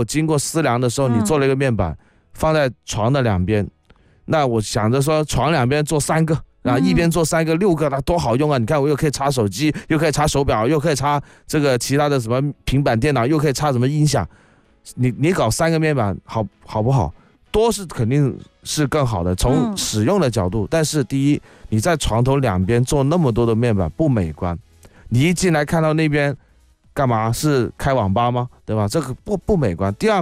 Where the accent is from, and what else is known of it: Guangdong, China